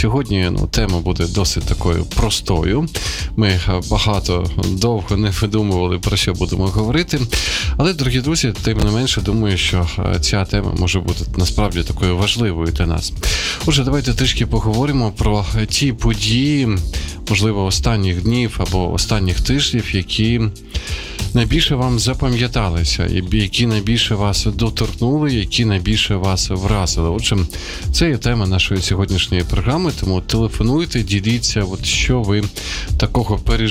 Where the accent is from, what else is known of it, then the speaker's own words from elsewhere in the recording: Sumy, Sumy Oblast, Ukraine; now in Kyiv, Ukraine; друге моє рідне місто, це є Суми, звідки походжу